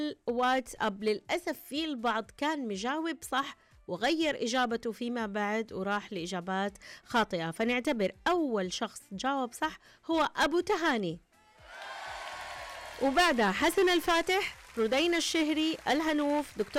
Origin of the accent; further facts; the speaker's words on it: Al-Qassim, Saudi Arabia; وأيضا يزرع عندنا في القصيم.